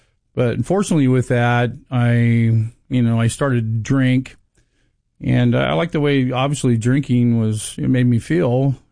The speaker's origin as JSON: {"language": "English", "town": "Torrance", "region": "California", "country": "United States", "tie": "born there", "said": "yeah, I was born down in Torrance, California."}